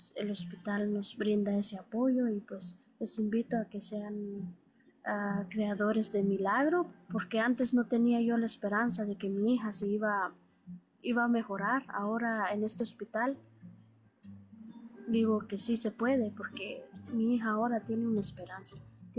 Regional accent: Guatemala; moved away as an adult; now in Nebraska, United States; Venimos de Ames, Nebraska, está cerca aquí de Fremont. Somos de Guatemala. Viajamos para acá a Estados Unidos

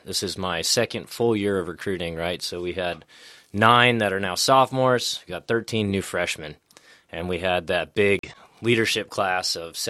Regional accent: Wisconsin, United States; moved away as an adult; also born or lived in Florida; now in Nebraska, United States; I grew up in Wisconsin, right.

